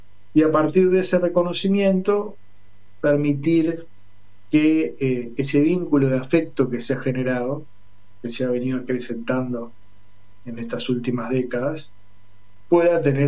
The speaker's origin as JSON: {"language": "Spanish", "country": "Uruguay", "said": "soy, como tantos uruguayos, una persona muy, muy, muy bichera."}